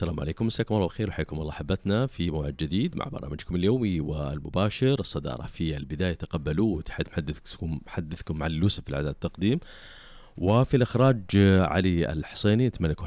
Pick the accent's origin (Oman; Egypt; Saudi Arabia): Saudi Arabia; وكلاهما ستقامان عندنا في المملكة العربية السعودية في منطقة جدة.